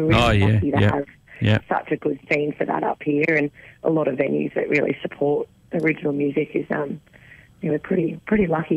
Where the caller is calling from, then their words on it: New South Wales, Australia; The Central Coast, New South Wales.